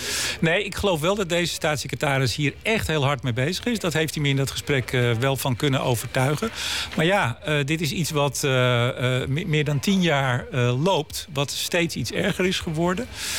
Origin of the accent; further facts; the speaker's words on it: Amsterdam, North Holland, Netherlands; ik kom uit Amsterdam